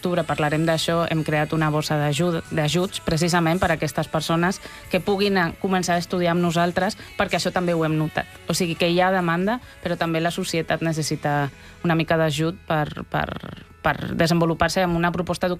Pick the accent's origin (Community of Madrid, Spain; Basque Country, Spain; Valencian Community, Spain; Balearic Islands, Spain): Community of Madrid, Spain; Madrid; Catalan is a second language; moved away; Soc de Madrid